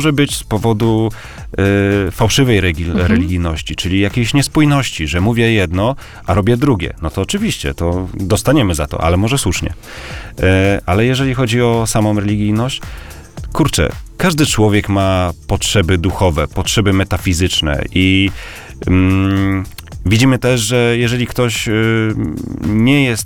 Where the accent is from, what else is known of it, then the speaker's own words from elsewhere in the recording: Zielona Góra, Lubusz Voivodeship, Poland; ja pochodzę z Zielonej Góry, także wiadomo. Przesiedleńcy